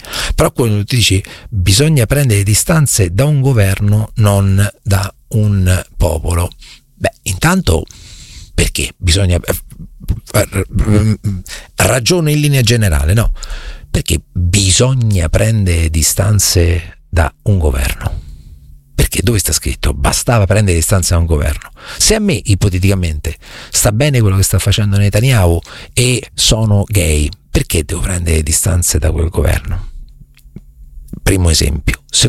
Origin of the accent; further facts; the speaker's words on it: Marche, Italy; io sono marchigiano e tra l'altro a Porto San Giorgio ho un sacco di amici